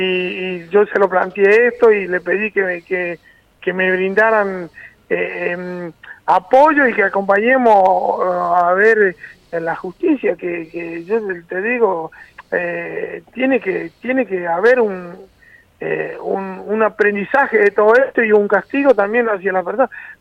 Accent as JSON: {"language": "Spanish", "town": "La Paz", "region": "Entre Ríos", "country": "Argentina", "moved": "yes", "said": "yo soy de La Paz, Entre Ríos"}